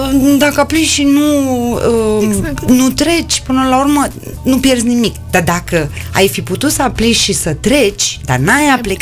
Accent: Bucharest, Romania; eu sunt din România, sunt din București.

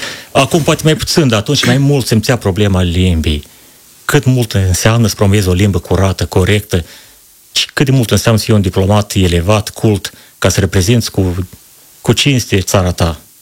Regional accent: Criuleni District, Moldova; Eu sunt băștenaș din Tatu Boșcana, Răunul Creuleni, o localitate care are peste 400 de ani de la fondare.

